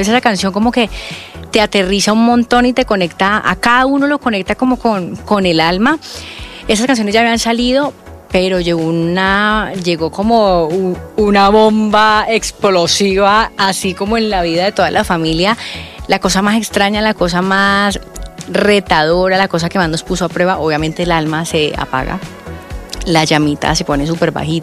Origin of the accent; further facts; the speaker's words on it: Colombia; moved away; el vallenato ya no te suena igual que como en Colombia, porque como estás afuera te suena, es como mi tierra, sí, como que cuando estamos fuera de nuestro país, uno valora mucho más todo lo de su país.